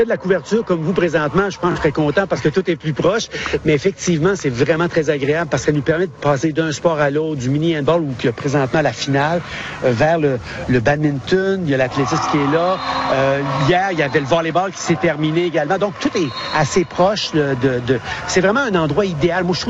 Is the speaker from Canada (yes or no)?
yes; Quebec, Canada; moved away; Moi, je suis originaire du Québec.